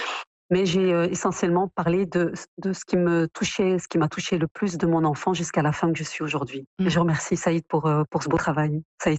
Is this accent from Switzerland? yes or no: no; Belgium; Je suis née en Belgique, j'y ai grandi, j'y ai construit ma vie, mais j'ai toujours un attachement très fort au Maroc